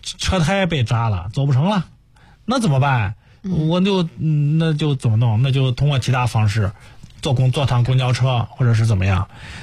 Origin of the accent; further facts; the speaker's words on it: China; 我们中国人喜欢清闲享清福